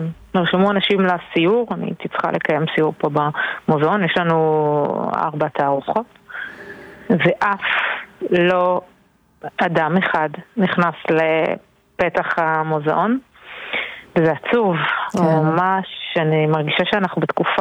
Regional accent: Ramat HaSharon, Tel Aviv District, Israel; moved away as an adult; אני במקור מהמרכז, גדלתי ברמת השרון, ואני פה כעשור.

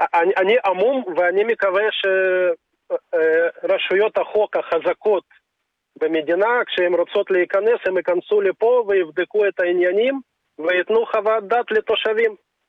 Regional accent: Haifa, Haifa District, Israel; also born or lived in Maoz Haim; אני באתי מחיפה, גרתי 11 שנים בחיפה, גרתי לפני זה בקיבוץ מעוז חיים

